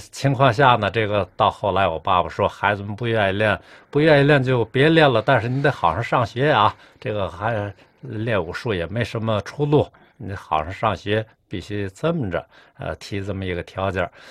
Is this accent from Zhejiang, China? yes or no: no; Jinghai, Tianjin, China; 像我出生的村庄是砖垛广木头村